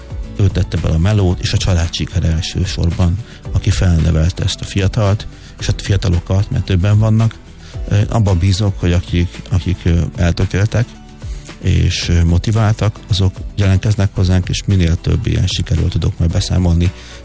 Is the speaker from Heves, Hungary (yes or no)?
no; Bács-Kiskun, Hungary; also born or lived in Nagykőrös; Én egy Bácskiskun megyei kis településen születtem, egy cigánytelepen, nullát cigány származású vagyok, és az én hátterem azt mondhatom, hogy akkor egy nullát cigány családhoz képest átlagos volt.